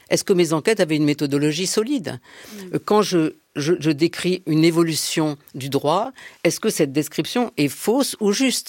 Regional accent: Marseille, Provence-Alpes-Côte d'Azur, France; moved away as an adult; now in Paris, France

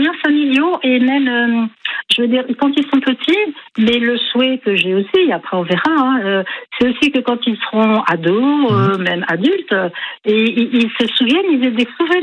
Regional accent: Bourges, Centre-Val de Loire, France; moved away as an adult; also born or lived in Aveyron; Je suis de Bourges, je suis du département du Cher.

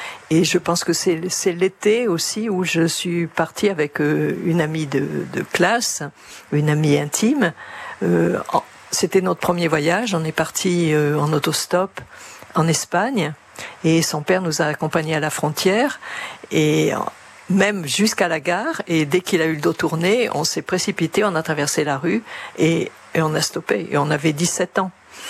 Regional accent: Arcachon, Nouvelle-Aquitaine, France; j'ai grandi à Arcachon, donc la plage était le prolongement de mon existence.

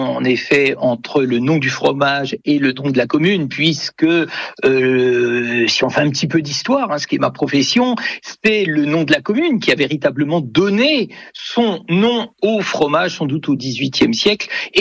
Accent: Neufchâtel-en-Bray, Normandy, France

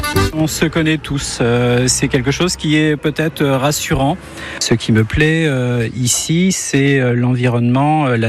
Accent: La Chapelle-Auribeau, France; j'ai toujours vécu ici et j'ai toujours vécu dans cette maison. Donc, j'ai 44 ans et c'est une maison qu'on se transmet de génération en génération puisque c'est la maison de l'exploitation agricole.

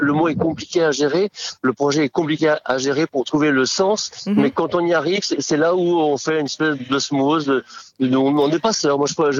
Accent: Nouvelle-Aquitaine, France; il était clarinettiste des balles et banquets chez nous dans le Poitou.

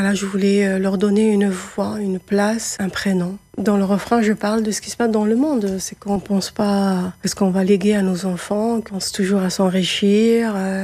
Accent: Algiers, Algiers Province, Algeria; moved away; J'ai grandi à Alger, je ne parle pas bien le Kabyle, mais j'adore cette culture, ça m'a nourrie.

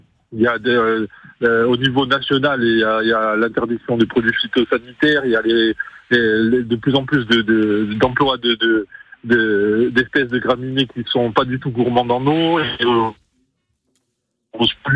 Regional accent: Corsica, France; Moi, on est ici au Fiumourbe, donc c'est ma région d'origine.

